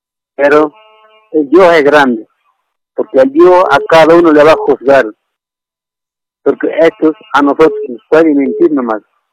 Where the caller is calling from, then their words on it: Cochabamba, Bolivia; Estoy llamando desde Cochabamba.